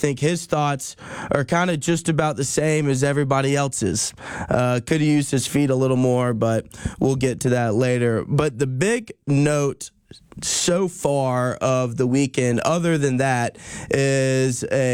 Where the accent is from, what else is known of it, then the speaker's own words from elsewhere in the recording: Atlanta, Georgia, United States; now in Fort Worth, United States; I'm from Atlanta, Georgia, and I'm a senior here at TCU